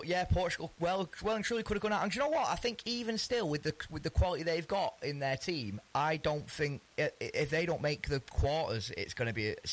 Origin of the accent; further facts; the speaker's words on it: England, United Kingdom; as an Englishman, I'm going to back it and just say we're going to go far.